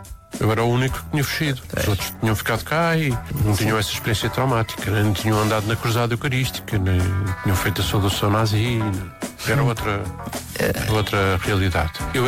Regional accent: Portugal; moved away as an adult; also born or lived in Lisbon / Paris / Amsterdam / London; fugi de Portugal

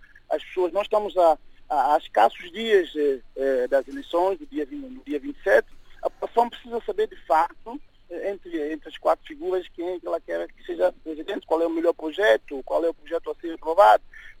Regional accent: Príncipe, São Tomé & Príncipe; nós vivemos no Príncipe, nós somos do Príncipe

